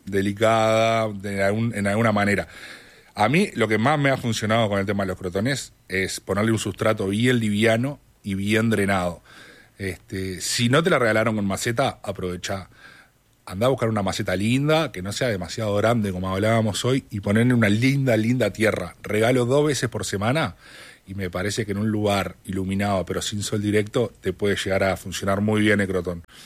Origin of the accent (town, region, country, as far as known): Uruguay